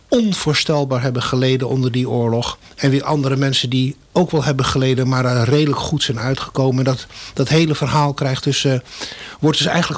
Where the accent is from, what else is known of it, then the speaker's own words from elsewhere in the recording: Schiedam, South Holland, Netherlands; moved away; ik kom uit Schiedam.